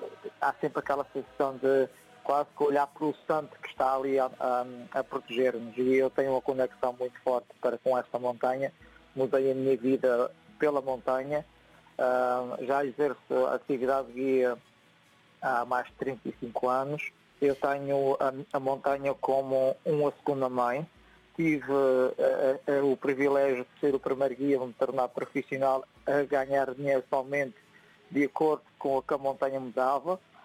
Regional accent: Lajes do Pico, Azores, Portugal; born there; Ter nascido no Pico, nasci nas Lajes, mas nós como nascemos nesta ilha e temos uma conexão muito forte.

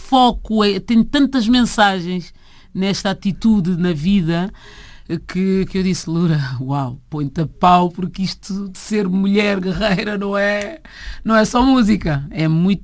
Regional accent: Cape Verde; porque eu nasci fora de Cabo Verde, isso dá-me aqui é como uma visão de fora. Eu não sou nem Badia nem Sapajuda, eu sou cabo-verdiana.

